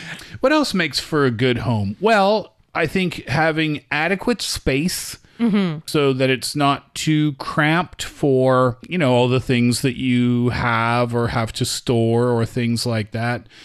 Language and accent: English; Nova Scotia, Canada; because you're from Inner Mongolia, and I'm from Nova Scotia in Canada, and we're both from places that get